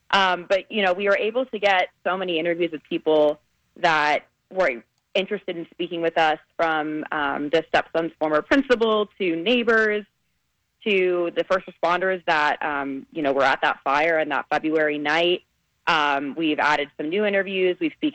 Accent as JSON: {"language": "English", "area": "Long Island", "region": "New York", "country": "United States", "also_born_or_lived": "Vermont", "moved": "as an adult", "lives_now": "Connecticut, United States", "said": "I'm from Long Island, though, so I feel like I've been here a bunch. I feel good. I feel like I'm a New England person now, too."}